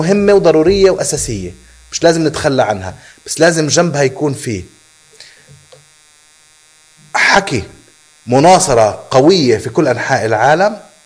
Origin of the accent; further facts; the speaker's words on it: Palestine